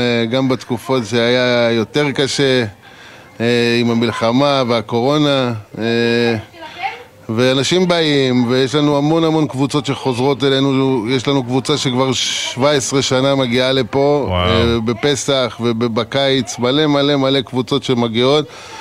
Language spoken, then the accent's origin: Hebrew; Neot Golan, Northern District, Israel; גדלתי כאן, אני מחובר מאוד למקום הזה, נאות גולן.